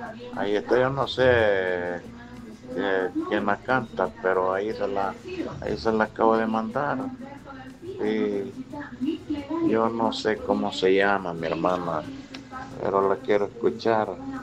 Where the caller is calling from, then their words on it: Lourdes, La Libertad, El Salvador; Aquí de Lourdes, Colón.